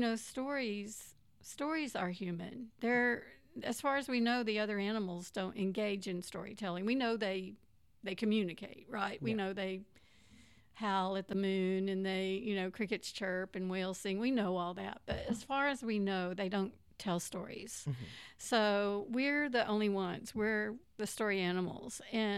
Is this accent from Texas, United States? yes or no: yes; Houston, Texas, United States; also born or lived in North Carolina / Iowa / Dallas; Well, I grew up in Houston. I was actually born in North Carolina. My dad was in the service and he was stationed out there. But my family is from Houston. And so that's where I grew up.